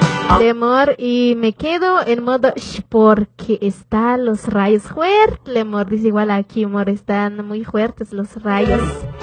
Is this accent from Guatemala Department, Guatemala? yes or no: no; Samayac, Suchitepéquez, Guatemala; soy de Samayac, váyanche cerca ahí de Nahualá.